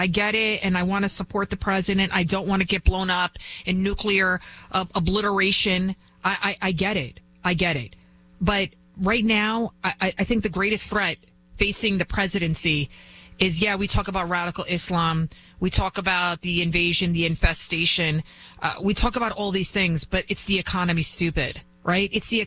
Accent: United States; I'm an American just like all of you.

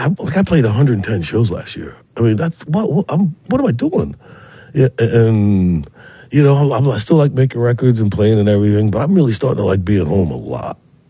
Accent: Charleston, South Carolina, United States; I grew up in Charleston fighting it

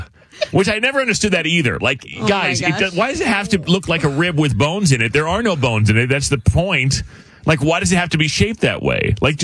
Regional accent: Arizona, United States; Whataburger, I grew up with this on the West Coast in Arizona.

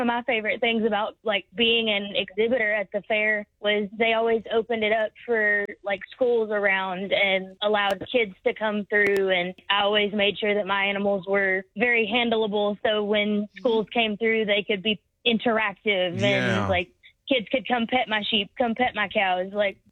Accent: Longview, Texas, United States; Yes, sir. Born and raised Longview, Tatum area.

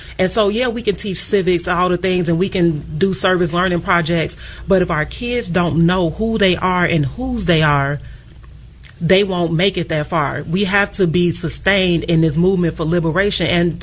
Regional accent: Inglewood, California, United States; I grew up in Inglewood, went to some of the best performing schools in the city, two-parent household, family, all the things.

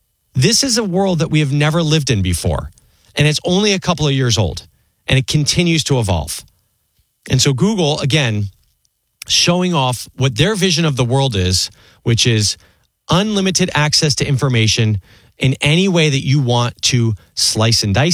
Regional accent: New Jersey, United States; born or raised there

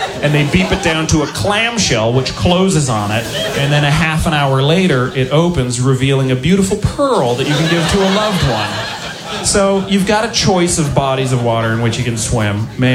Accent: Boston, Massachusetts, United States; I grew up in Boston near the ocean.

